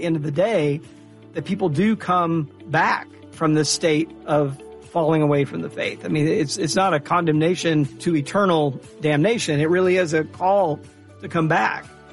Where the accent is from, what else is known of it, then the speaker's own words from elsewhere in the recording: Deep South, United States; I grew up in the Deep South in a Southern Baptist church. So inside that, you know, white evangelical Southern world.